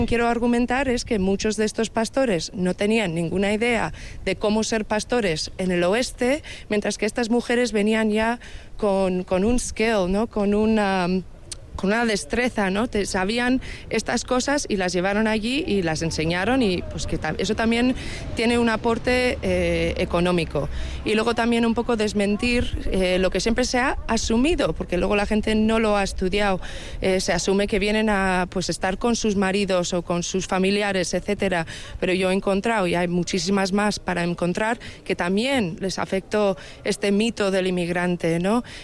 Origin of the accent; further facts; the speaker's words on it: Bilbao, Basque Country, Spain; y muy orgullosa, soy de Bilbao. Soy de un sitio urbano, ¿no?